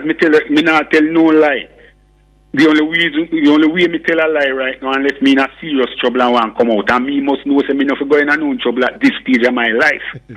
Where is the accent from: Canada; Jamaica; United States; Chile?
Jamaica; However, I love my Jamaican heritage.